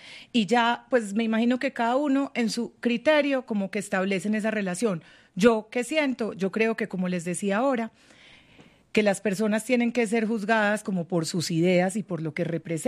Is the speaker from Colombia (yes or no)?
yes; Antioquia, Colombia; Pues como buena antioqueña, yo también soy trovadora.